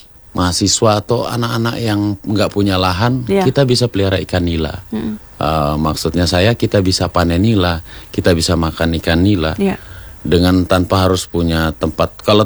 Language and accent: Indonesian; Sulawesi, Indonesia; kita orang Sulawesi